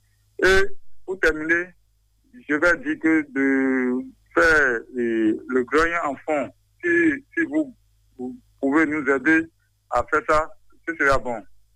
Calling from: Benin; J'appelle de Port-Nouveau, commune d'Adjoua, arrondissement de Marouille, quartier Javier.

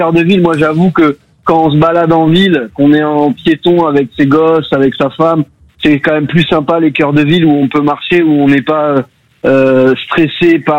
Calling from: Bordeaux, Nouvelle-Aquitaine, France; Moi, donc j'habite à Bordeaux.

